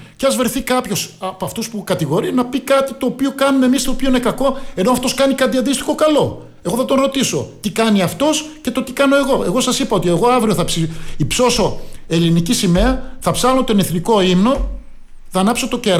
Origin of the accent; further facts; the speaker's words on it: Greece; εμείς τώρα ευχόμαστε σαν Έλληνες πατριώτες